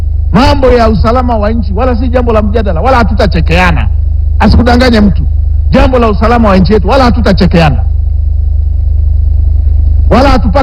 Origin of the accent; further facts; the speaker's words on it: Tanzania; sisi wenyewe wa Tanzania